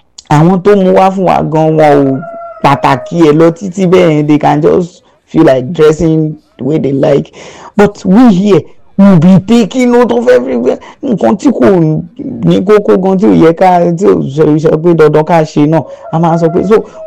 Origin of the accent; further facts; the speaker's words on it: Melaro, Ogun, Nigeria; Good morning to you all. … from Melaro, Ogun State.